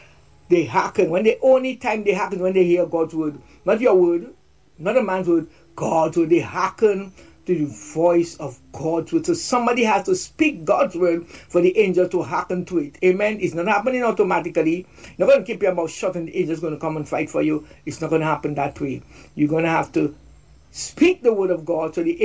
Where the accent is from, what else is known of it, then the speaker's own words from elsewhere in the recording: Roseau, Dominica; I grew up in Carnival. Right there by the Windsor Park, the ban had to pass in front of my house.